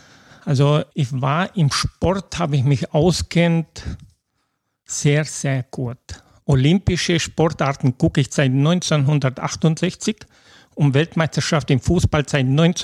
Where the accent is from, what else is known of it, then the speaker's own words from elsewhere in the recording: Mașloc, Timiș County, Romania; moved away as an adult; also born or lived in Bruckenau, Romania; now in Kirchdorf; Ich bin nochmal geboren in Rumänien, Blumenthal. Habe dort 20 Jahre gelebt. Und dann bin ich zu meiner Frau gezogen nach Bruckenau. Habe dort 10 Jahre gelebt.